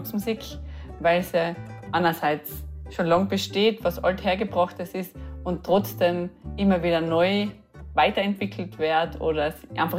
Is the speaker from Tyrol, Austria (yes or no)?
yes; Tyrol, Austria; Ich komme aus Gornberg bei Lienz.